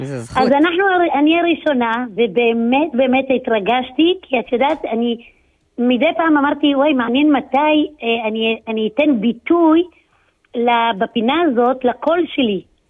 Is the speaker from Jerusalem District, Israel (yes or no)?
yes; Tzelafon, Jerusalem District, Israel; moved away; צלפון זה המושב שבו גדלתי